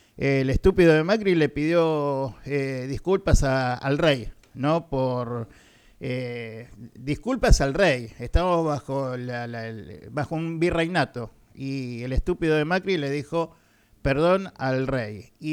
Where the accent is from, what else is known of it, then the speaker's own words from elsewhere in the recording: Argentina; Simplemente soy argentino